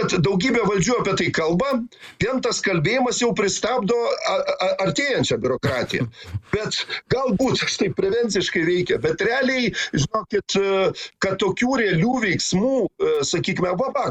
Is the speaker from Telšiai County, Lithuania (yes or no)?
no; Kaunas, Kaunas County, Lithuania; Ne, ne, Kaune mes, aš kaunietis